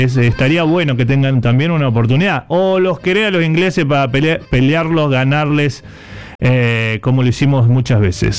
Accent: Sanford, Santa Fe, Argentina; a mi pueblo Sanford

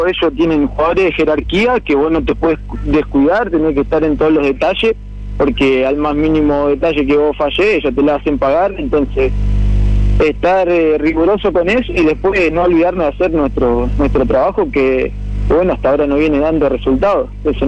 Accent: Las Garzas, Santa Fe, Argentina; moved away as an adult; also born or lived in Buenos Aires; now in Casilda, Argentina; Yo soy de Las Garzas, sí, un pueblito del norte de la provincia. Yo estuve jugando en Buenos Aires, me volví

